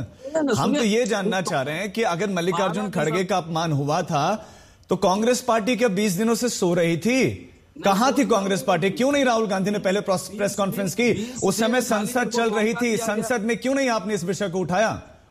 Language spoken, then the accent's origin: Hindi; Uttarakhand, India; मैं उत्तराखंड से ही आता हूं, मुझे रियलिटी मालूम है, मैं उत्तराखंड से आता हूं।